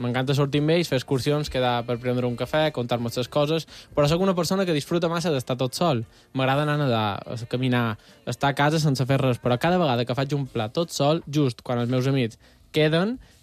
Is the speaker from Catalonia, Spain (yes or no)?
no; Marratxí, Balearic Islands, Spain